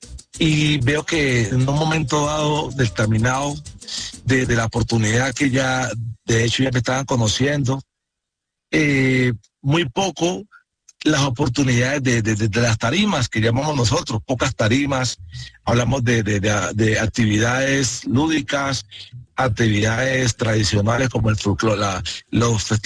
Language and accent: Spanish; Buenaventura, Valle del Cauca, Colombia; also born or lived in Cali; now in Bogotá, Colombia; arranco en Cali, pues aprendo el arte, me voy para mi tierra, Buenaventura, y vuelvo a acá, a la ciudad de Bogotá